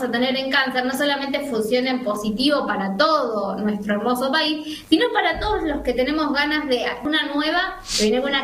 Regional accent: Argentina; nuestro hermoso país de Argentina

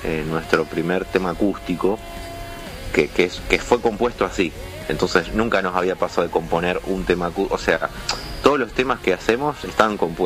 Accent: Rojas, Buenos Aires Province, Argentina; now in Rosario, Argentina; un rojense. En este caso sería yo, pero hace 10 años ya que vivo en Rosario.

